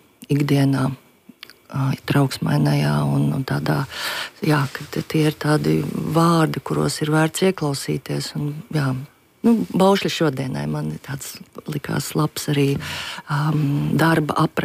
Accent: Jēkabpils Municipality, Latvia; Es pati nāku no Vilku kroga, un man apkārt ir Antūži un Lēmeņi un Zasa un ļoti, ļoti īpašas vietas

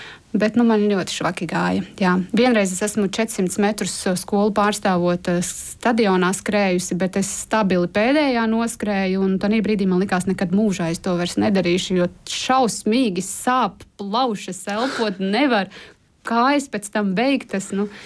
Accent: Jelgava, Zemgale, Latvia; born there; also born or lived in Viļaka; Es esmu dzimusi Jelgavā un diezgan daudz esmu kleņojusi pa Latviju

